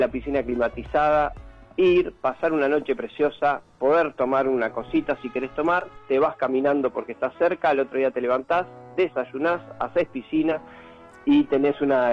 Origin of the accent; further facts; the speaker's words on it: Atlántida, Canelones, Uruguay; porque somos de Atlántida